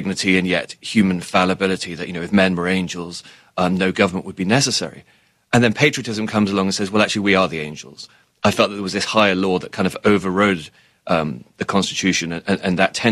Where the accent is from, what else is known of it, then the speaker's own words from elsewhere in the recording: United Kingdom; people always expect me as a Brit to be an expert on the royal family